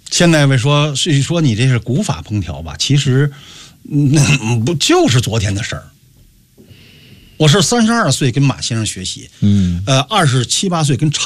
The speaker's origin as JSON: {"language": "Chinese", "country": "China", "said": "我说我是中国人"}